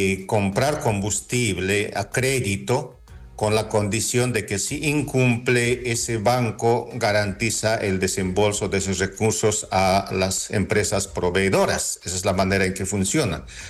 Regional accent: Bolivia; como país, como bolivianos

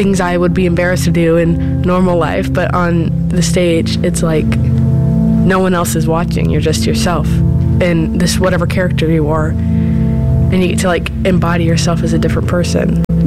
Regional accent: Indianapolis, Indiana, United States; I'm from Indianapolis.

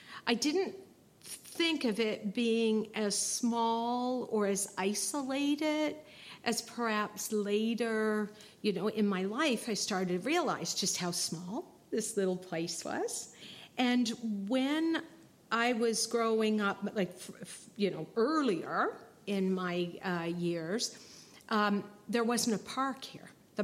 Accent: Woody Point, Newfoundland and Labrador, Canada; I was born in Woody Point. Actually, I was born in Norse Point, and I grew up in Woody Point, and I was born in 1961.

